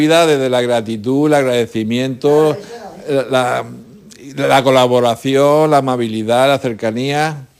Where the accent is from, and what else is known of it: Bullas, Region of Murcia, Spain; born or raised there